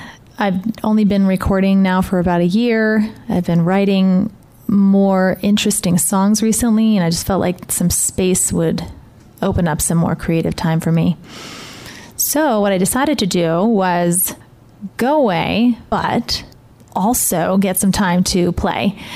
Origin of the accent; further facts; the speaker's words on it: New York, United States; moved away; I'm originally from New York